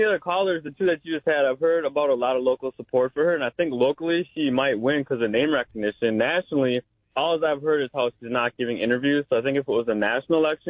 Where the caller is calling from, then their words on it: St. Paul, Minnesota, United States; I'm from St. Paul, Minnesota